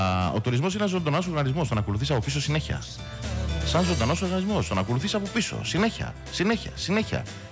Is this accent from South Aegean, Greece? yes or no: yes; Rhodes, South Aegean, Greece; εμείς που είμαστε από τη Ρόδο